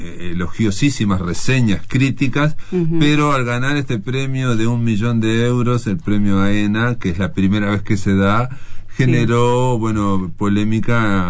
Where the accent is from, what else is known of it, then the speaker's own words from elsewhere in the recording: Fray Bentos, Río Negro, Uruguay; yo soy de Fray Vente, le decimos Kentucky.